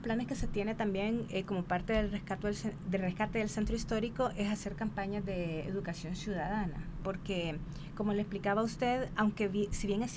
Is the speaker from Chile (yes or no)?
no; Honduras; ¿por qué nosotros como hondureños no podríamos?